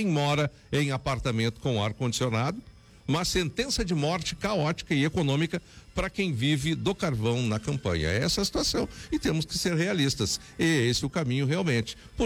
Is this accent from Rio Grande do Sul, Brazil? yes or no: yes; São Jerônimo, Rio Grande do Sul, Brazil; born there; na região carbonífera, cidade onde nasci, São Jerônimo